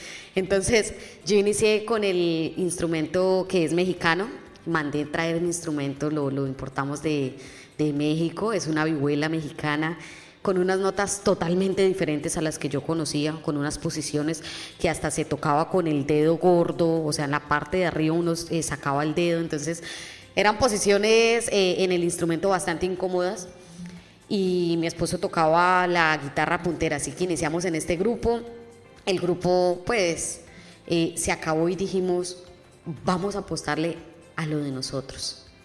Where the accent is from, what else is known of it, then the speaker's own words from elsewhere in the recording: Boyacá, Colombia; no dejo a un lado mis raíces, porque como dice, soy boyacense y mi ruana por delante